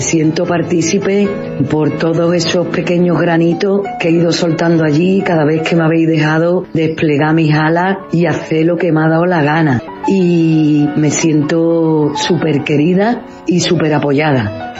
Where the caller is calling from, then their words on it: Cádiz, Andalusia, Spain; Yo soy bailadora de Cádiz, bailadora de España